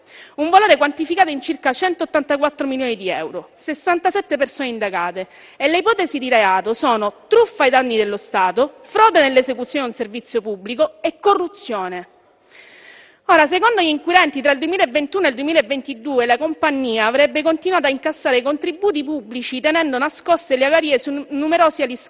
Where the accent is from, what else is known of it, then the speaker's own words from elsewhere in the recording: Messina, Sicily, Italy; io vengo dalla Sicilia, vengo da Messina.